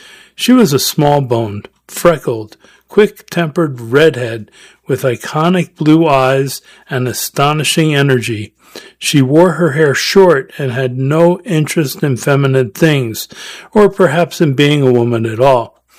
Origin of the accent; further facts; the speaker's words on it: California, United States; This was early 70s, before anyone called my hometown Silicon Valley